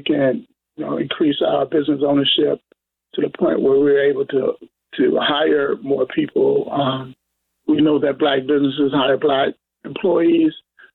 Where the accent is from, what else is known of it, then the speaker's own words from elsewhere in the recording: Chicago, Illinois, United States; the Pope is from Chicago, I'm from Chicago, the Chicago connection